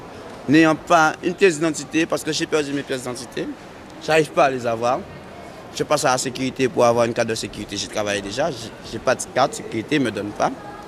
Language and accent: French; France; Et je suis français et je me demande qu'est-ce qu'il y a comme pour nous, quoi.